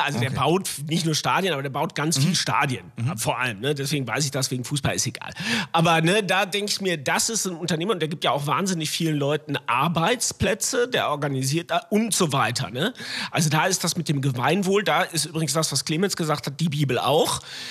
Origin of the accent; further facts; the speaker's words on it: North Rhine-Westphalia, Germany; Also ich komme aus dem Sauerland, da gab es so Unternehmen in einzelnen Städten, da hing alles von denen ab.